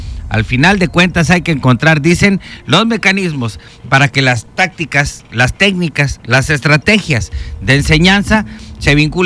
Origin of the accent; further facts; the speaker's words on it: Mexico; cómo somos los mexicanos y mexicanas.